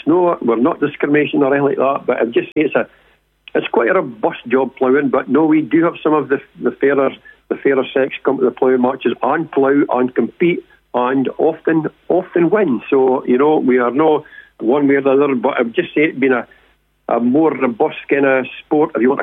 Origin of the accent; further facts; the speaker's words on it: Forfar, Scotland, United Kingdom; I'm from Forfar, up in Angus.